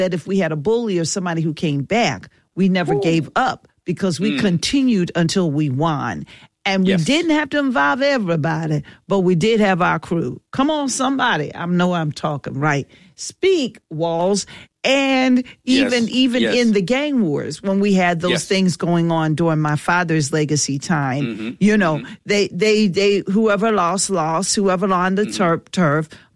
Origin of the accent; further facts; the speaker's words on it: Philadelphia, Pennsylvania, United States; from North Mary, Philly, you know.